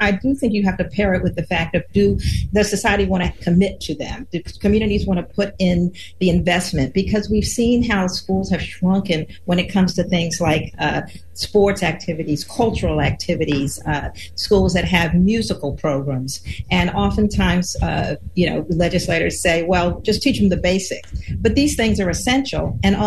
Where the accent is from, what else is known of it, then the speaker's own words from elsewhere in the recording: Baltimore, Maryland, United States; the mayor of Baltimore, my hometown